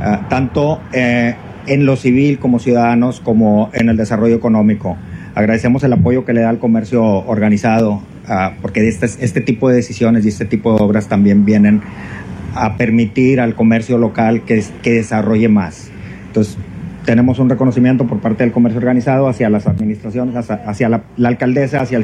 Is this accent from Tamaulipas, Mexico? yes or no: yes; Nuevo Laredo, Tamaulipas, Mexico; Los que somos originarios de Nuevo Laredo sabemos lo que representa la avenida Paseo Colón para todos nosotros.